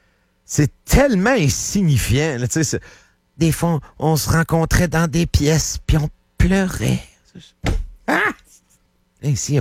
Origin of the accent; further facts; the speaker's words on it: Canada; en tant que Canadien